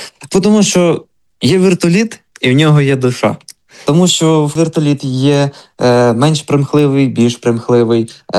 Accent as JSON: {"language": "Ukrainian", "region": "Volyn Oblast", "country": "Ukraine", "said": "Я, як зрозуміло із мого позивного, я із Волині."}